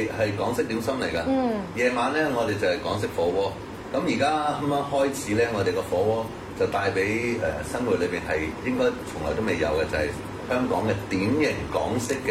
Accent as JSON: {"language": "Cantonese", "town": "Jiangmen", "region": "Guangdong", "country": "China", "said": "咁誒呢個其中咧就係我哋江門人、新會人或者三區四市唔同嘅地方嘅人"}